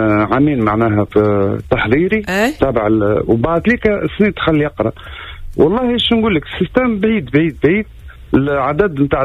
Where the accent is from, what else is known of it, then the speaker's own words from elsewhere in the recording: Tunisia; now in Switzerland; أما الأصل من تونس معنا مش مولود في سويسرا